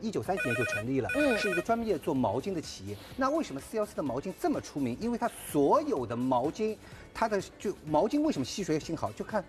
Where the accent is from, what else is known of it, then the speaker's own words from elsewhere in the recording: Shanghai, China; 我们上海人的骄傲